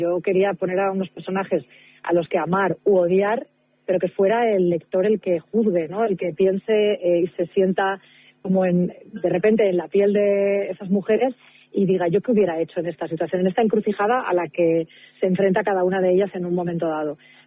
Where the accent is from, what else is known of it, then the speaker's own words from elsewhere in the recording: Barcelona, Catalonia, Spain; moved away as an adult; now in Madrid, Spain; porque yo soy de Barcelona. Esto podría estar ambientado en Pedralbes, ¿no? Pero bueno, como llevo 15 años aquí en Madrid